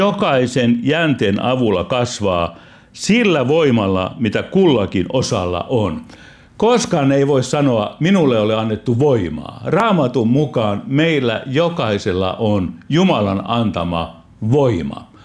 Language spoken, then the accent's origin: Finnish; Perniö, Southwest Finland, Finland; Meillä Perniössä äiti oli kaupassa töissä ja isä valtion rauta